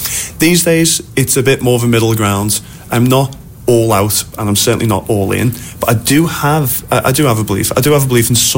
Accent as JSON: {"language": "English", "town": "Liverpool", "region": "North West England", "country": "United Kingdom", "tie": "born or raised there", "said": "I was brought up in the city that has the Beatles connected to it"}